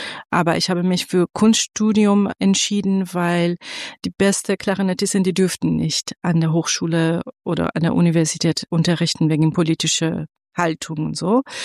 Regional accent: Tehran, Tehran Province, Iran; German is a second language; moved away as an adult; now in Germany; Genau, ich komme aus dem Iran, aus Teheran und ich bin seit 2013 hier in Deutschland

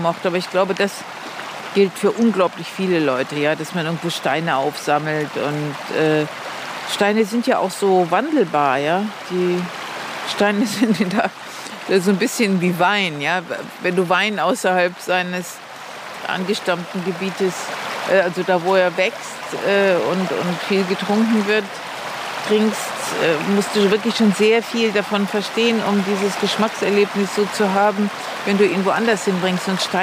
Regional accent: Germany; Und ich bin am Rhein aufgewachsen. Und dass mich das doch sehr geprägt hat, dieses Aufwachsen am Fluss.

